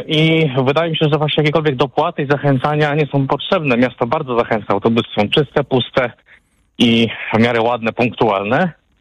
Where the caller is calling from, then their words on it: Warsaw, Masovian Voivodeship, Poland; jestem z Warszawy